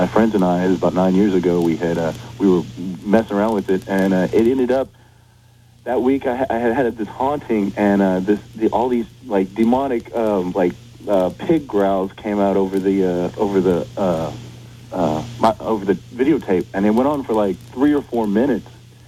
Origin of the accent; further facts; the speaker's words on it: Houston, Texas, United States; I'm from Houston, Texas.